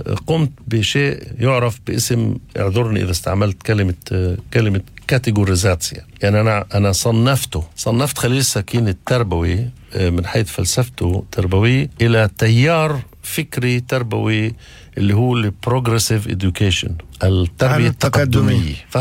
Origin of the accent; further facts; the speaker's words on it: Palestine; عندنا في فلسطين